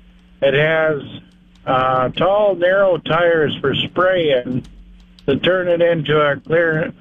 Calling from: Canby, Minnesota, United States; I'm from Canby, Minnesota.

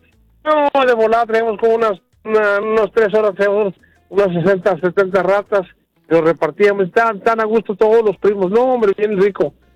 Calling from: San Luis Potosí, Mexico; Yo soy de San Luis Potosí.

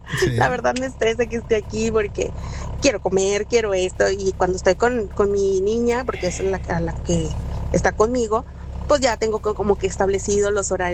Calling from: Reynosa, Tamaulipas, Mexico; Yo vivo en Reynosa

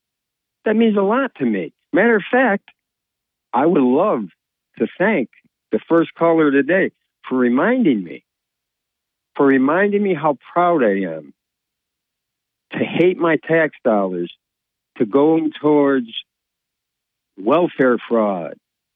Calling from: Vestal, New York, United States; Good morning there, boss. … from Vestal.

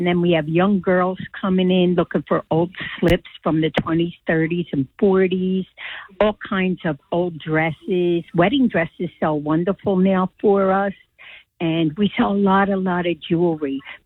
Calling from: Lahaska, Pennsylvania, United States; I'm from Dina's Dynasty in the Village People Antiques. And we're up in Lahaska near Doylestown, PA and Peddler's Village.

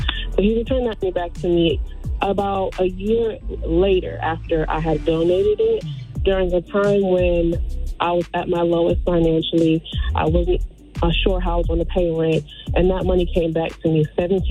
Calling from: Atlanta, Georgia, United States; I'm calling from Atlanta, Georgia.

